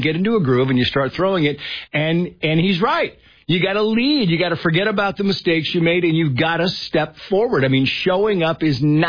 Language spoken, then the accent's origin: English; Mammoth, United States; because that was my hometown.